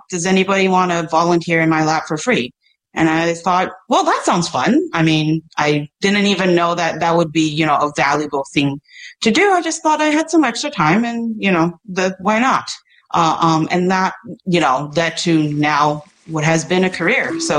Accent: Taipei, Taiwan; born or raised there

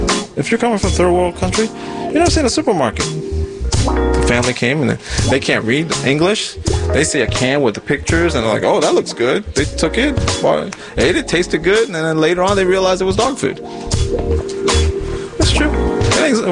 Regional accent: Maryland, United States; That's why I don't have an accent, and people find it hard to believe that I'm actually Korean.

